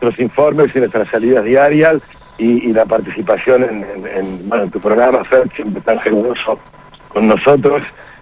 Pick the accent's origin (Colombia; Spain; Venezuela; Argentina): Argentina; La Plata, Buenos Aires Province; mi mujer es, nosotros somos platenses, muy pincharrata.